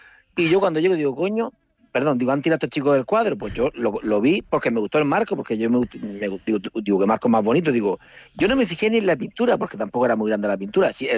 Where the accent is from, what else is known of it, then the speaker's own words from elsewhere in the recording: Murcia, Region of Murcia, Spain; digo, mire … soy de Murcia y tal